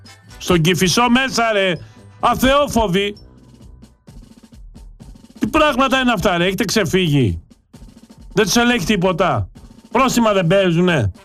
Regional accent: Greece; Αγαπάω την πατρίδα μου, τη θρησκεία και την οικογένεια.

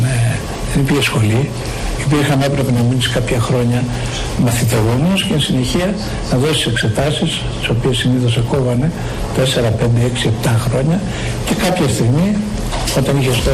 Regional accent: Athens, Attica, Greece; τα παιδικά μου χρόνια τα έζησα στο Κολωνάκι, τα απογευματινά ώρας στην πλατεία Κολωνακίου για το πρωί στην Δεξαμενή.

